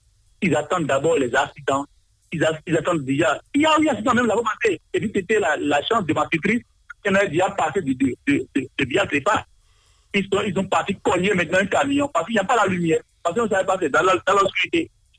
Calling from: Cotonou, Littoral, Benin; Je vous appelle de Fidjousset.

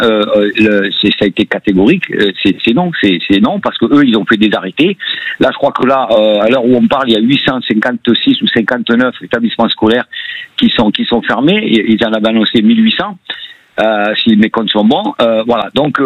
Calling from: Nîmes, Occitanie, France; Moi, j'habite à Nîmes.

